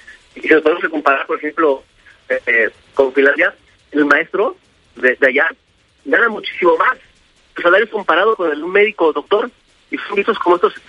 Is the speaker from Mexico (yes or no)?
yes; Mexico; nuestra responsabilidad civil como mexicanos es entender que nuestro contexto es muy complicado y complejo.